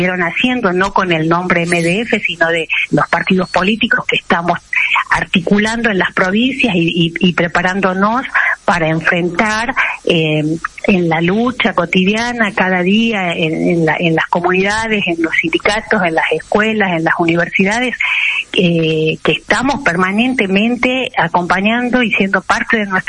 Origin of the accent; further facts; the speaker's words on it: Salta, Argentina; como mujer, como argentina, como salteña, como una compañera militante